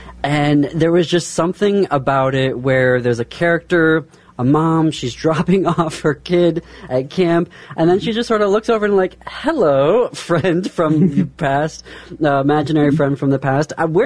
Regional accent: Midwest, United States; born or raised there

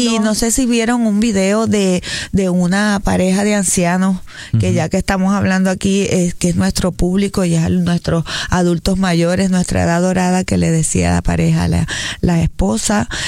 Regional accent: Venezuela; now in Puerto Rico; soy venezolano, pero tengo más de la mitad de mi vida aquí en Puerto Rico

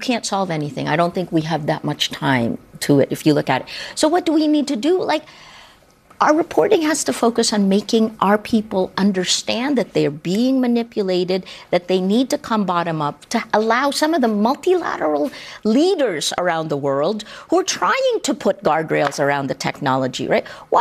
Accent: Philippines; I come from Asia's largest Roman Catholic nation

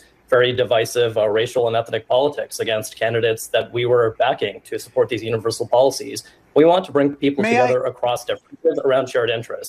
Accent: New York City, New York, United States; born or raised there

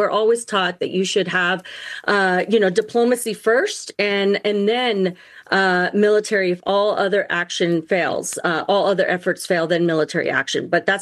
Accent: Eloy, Arizona, United States; In a small mom and pop grocery store in my hometown of Eloy, we walked down the baby aisle

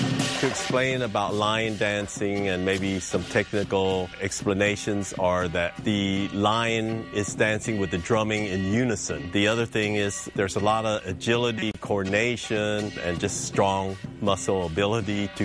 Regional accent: Houston, Texas, United States; I was born and raised in Houston. My roots are here.

